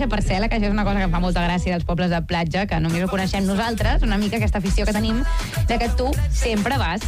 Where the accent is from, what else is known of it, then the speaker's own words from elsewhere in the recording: Blanes, Catalonia, Spain; Bueno, no, és que d'entrada soc de Blanes. Llavors, tota la meva adolescència l'he viscut a la platja